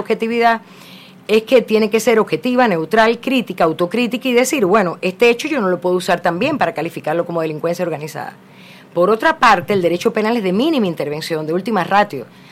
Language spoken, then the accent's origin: Spanish; Guayaquil, Guayas, Ecuador; también soy guayaquileña